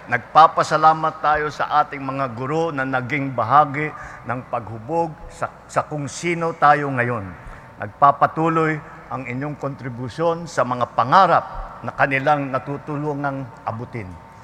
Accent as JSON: {"language": "Tagalog", "region": "Ilocos Region", "country": "Philippines", "said": "doon sa amin sa Ilocos"}